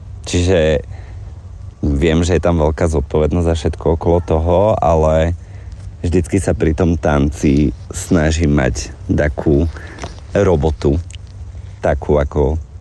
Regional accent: Bratislava, Bratislava Region, Slovakia; born there; ja som z Bratislavy, teda narodil som sa v Bratislave

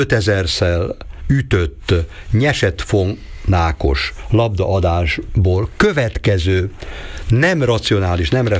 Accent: Budapest, Hungary; Tehát én is úgy nőttem föl, hogy a nagyapám, aki a pátriárka volt a családban, 3 generáció élt együtt egy nagy lakásban, nagyszülők, szüleim, az anyámnak a nővére, az ő 2 gyereke, még 9-en laktunk együtt egy nagy lakásban Budapesten

